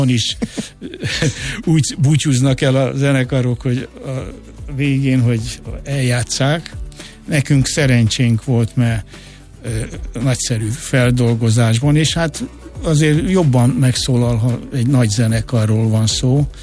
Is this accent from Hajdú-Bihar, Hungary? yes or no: no; Budapest, Hungary; born there; ahol én születtem, a Pesszent Erzsébet, ma már csak Erzsébet 20. kerület